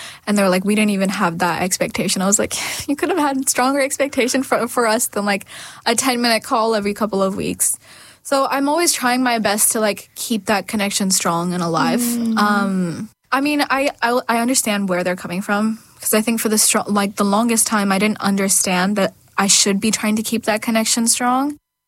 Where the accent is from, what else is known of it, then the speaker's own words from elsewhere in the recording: India; born there; growing up in India